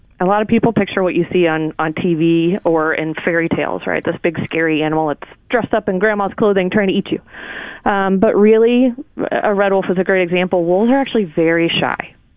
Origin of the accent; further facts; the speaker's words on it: St. Louis, Missouri, United States; I'm a local Missourian. I grew up in St. Louis and spent years hunting, fishing, messing around in the Ozarks and camping and all that stuff.